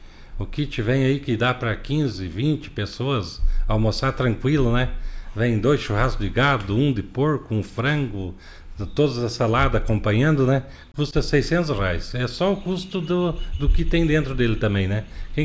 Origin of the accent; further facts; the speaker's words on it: Brazil; mas eu e o Vei nascemos ali no Gavião, né?